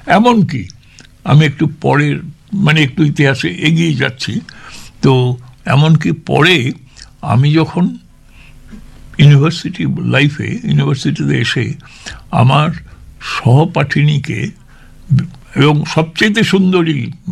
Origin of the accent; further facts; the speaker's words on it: Bikrampur, Dhaka Division, Bangladesh; also born or lived in Kolkata, India; কিন্তু আমার শৈশব কেটেছিল পূর্ব বাংলার ঢাকা জেলার বিক্রমপুরে।